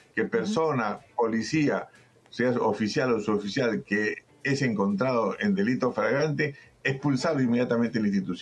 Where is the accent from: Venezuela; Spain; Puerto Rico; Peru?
Peru; y los pagando somos todos los peruanos, ¿no?